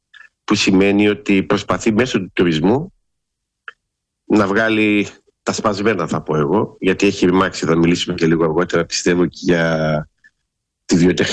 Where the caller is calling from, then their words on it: Thessaloniki, Central Macedonia, Greece; εδώ στη Θεσσαλονίκη